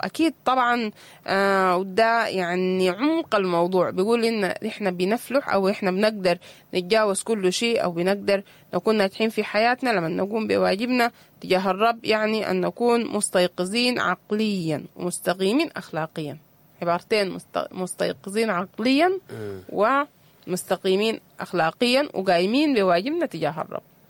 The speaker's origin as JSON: {"language": "Arabic", "country": "Sudan"}